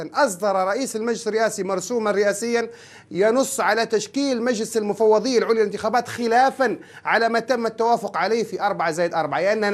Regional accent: Libya; now in Tripoli, Libya; لنا كليبيين

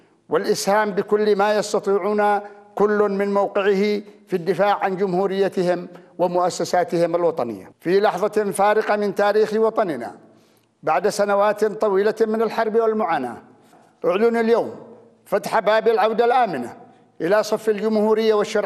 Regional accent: Yemen

